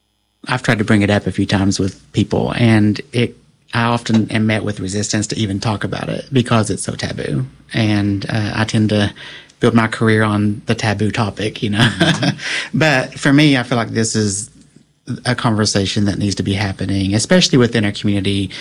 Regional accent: Kentucky, United States; And I was raised in Eastern Kentucky in a Pentecostal environment.

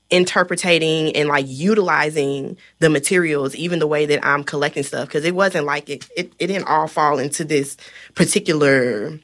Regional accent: Kentucky, United States; I mean, I'm Black from Kentucky. I don't need to go to other places to experience who I am.

